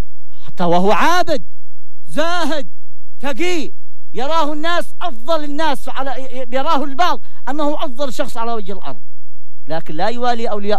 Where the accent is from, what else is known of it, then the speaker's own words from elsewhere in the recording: Yemen; تخيلوا مضيق عندنا في اليمن